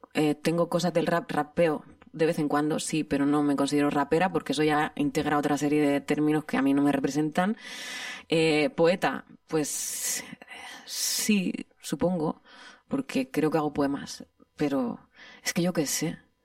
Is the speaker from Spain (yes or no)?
yes; Region of Murcia, Spain